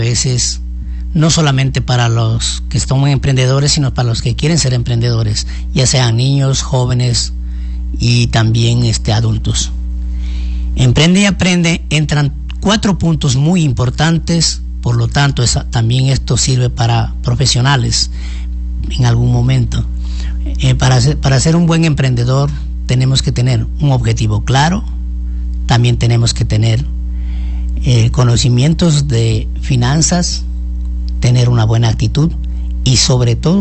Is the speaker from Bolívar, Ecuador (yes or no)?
no; San Juan Bosco, Morona Santiago, Ecuador; Soy de San Juan Bosco. Hago conocer que también soy de aquí, del Oriente.